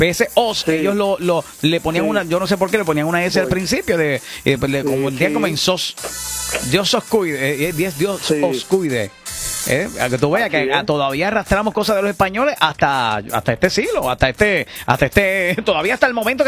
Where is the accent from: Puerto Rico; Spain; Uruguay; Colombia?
Puerto Rico; Moca; eso es un orgullo, ser jíbaro. Yo soy un jíbaro de la barranca de las verdes y hermosas colinas del barrio Cuchillas de Moca.